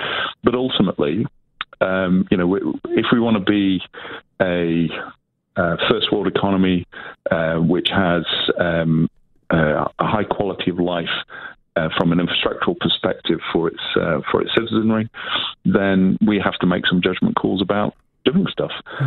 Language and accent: English; New Zealand; love the country, love being here. I love being a Kiwi.